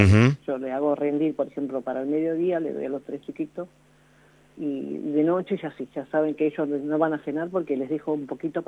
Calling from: Garín, Buenos Aires Province, Argentina; Sí, de acá de Garín.

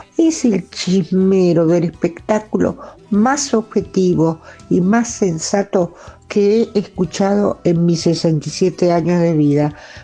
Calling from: Bernal, Buenos Aires Province, Argentina; de Bernal.

